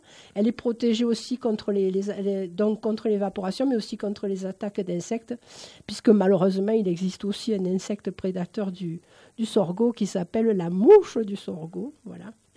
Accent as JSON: {"language": "French", "region": "Occitanie", "country": "France", "said": "moi, je suis originaire de la région de Nîmes, donc ceci explique peut-être cela."}